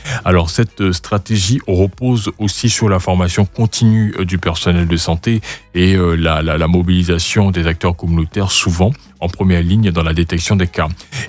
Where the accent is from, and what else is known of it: Côte d’Ivoire